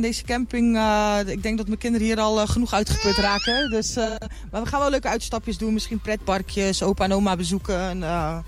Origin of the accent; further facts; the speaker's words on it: Groningen, Netherlands; born there; now in Enschede, Netherlands; Ik kom zelf uit Enschede, maar ik ben geboren in Groningen